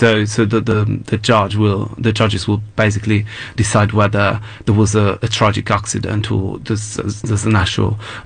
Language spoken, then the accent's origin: English; Genoa, Liguria, Italy; now in Rome, Italy; I was actually in my hometown visiting my parents